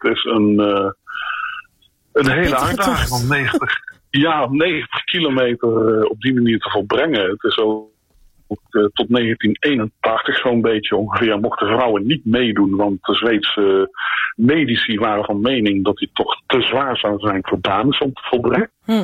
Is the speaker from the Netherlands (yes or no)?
yes; Nijmegen, Gelderland, Netherlands; now in Sweden; Toen ik opgroeide in Nijmegen